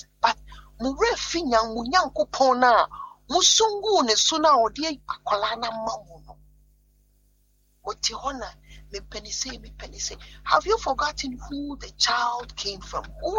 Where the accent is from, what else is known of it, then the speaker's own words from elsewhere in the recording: Nigeria; I'm from Nigeria.